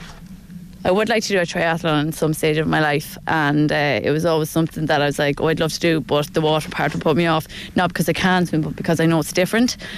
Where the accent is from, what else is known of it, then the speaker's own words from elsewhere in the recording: Ballinagore, Westmeath, Ireland; I'm originally from Ballinagore, but I'm living in Turles Path, which is only about 10 minutes down the road as well.